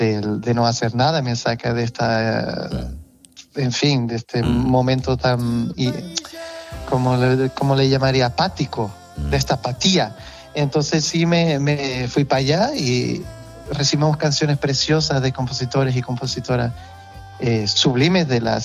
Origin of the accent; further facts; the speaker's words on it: Portugal; Spanish is a second language; now in Catalonia, Spain; Y yo era el único artista portugués que venía en España y hacía una gira.